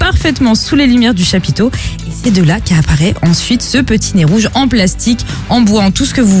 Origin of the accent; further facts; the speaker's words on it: France; On est français.